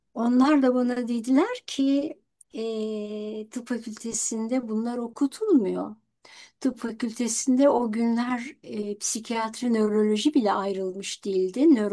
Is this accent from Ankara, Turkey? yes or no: no; Bursa, Turkey; also born or lived in Istanbul / Sivas / Zonguldak; Şimdi ben İstanbul Göztepe'de doğdum. Annem babam ikisi de doktor oldukları için Sivas, Zonguldak, Bursa'da büyüdüm ama yazları gene Göztepe.